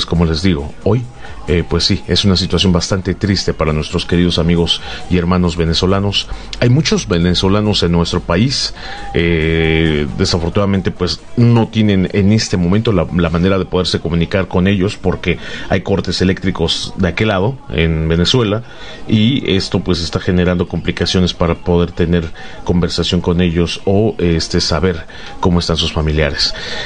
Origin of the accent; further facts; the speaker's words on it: Mexico; todos como mexicanos